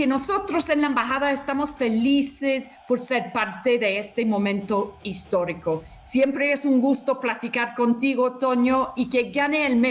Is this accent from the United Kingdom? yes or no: yes; United Kingdom; now in Mexico; soy la embajadora británica, quiero que gane Inglaterra